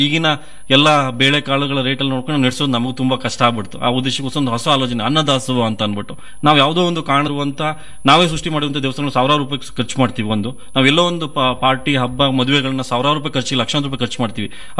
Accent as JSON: {"language": "Kannada", "area": "Shivamogga district", "region": "Karnataka", "country": "India"}